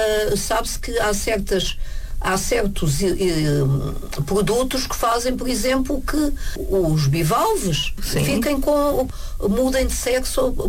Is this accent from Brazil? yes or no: no; Almada, Setúbal, Portugal; born there; now in Lisbon, Portugal; Não se esqueça que eu nasci em Almada, tenho a medalha de ouro da ciência do Conselho de Almada, eu sou uma mulher da outra margem, embora viva em Lisboa atualmente.